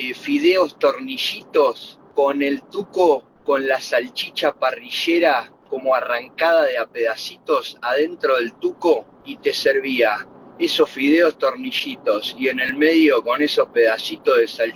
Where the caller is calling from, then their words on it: Gutiérrez, Buenos Aires Province, Argentina; de Gutiérrez.